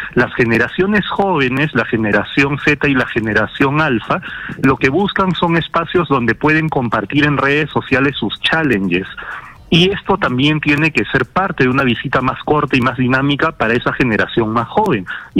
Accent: Peru

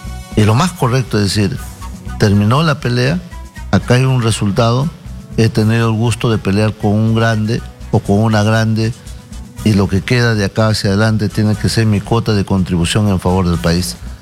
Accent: Peru; somos más los peruanos que amamos un estado de tranquilidad

